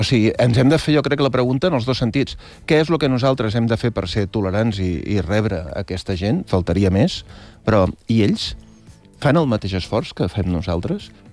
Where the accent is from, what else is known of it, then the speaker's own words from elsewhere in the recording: Mataró, Catalonia, Spain; jo que sóc de Mataró i que també tinc molta migració